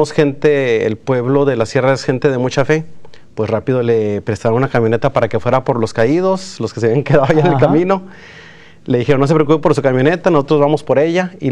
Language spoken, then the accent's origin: Spanish; El Yaqui, Mexico; mi pueblo, el Yaqui se llama.